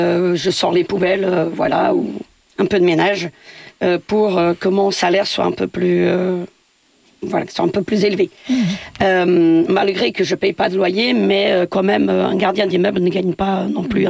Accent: Santa Comba, Viseu, Portugal; French is a second language; moi je suis originaire donc, du Portugal. Je viens d'un petit village où tout le monde s'entraide.

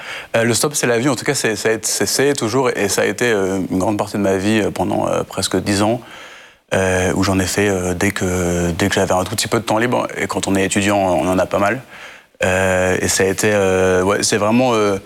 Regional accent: Vichy, Auvergne-Rhône-Alpes, France; Moi, je suis né en Auvergne, dans l'Allier. J'ai grandi dans l'Allier aussi, entre Clermont et Moulins, à Vichy. J'ai grandi dans une famille chrétienne, une famille catholique

